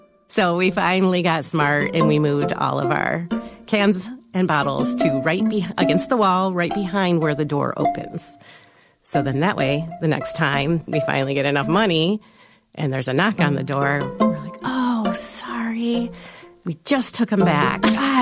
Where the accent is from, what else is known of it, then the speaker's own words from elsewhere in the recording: South Lyon, Michigan, United States; I am from South Lyon, Michigan.